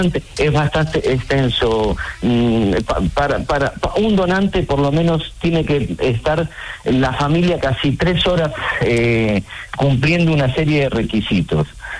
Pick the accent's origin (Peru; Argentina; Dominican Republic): Argentina; now in Marbella, Spain; No, no, yo no soy de Huelva, no soy español, soy argentino, pero llevo viviendo en España desde el año 81.